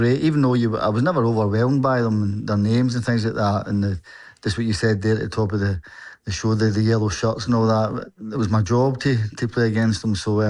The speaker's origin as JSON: {"language": "English", "region": "Scotland", "country": "United Kingdom", "tie": "born or raised there", "said": "growing up in Scotland, we're a small nation"}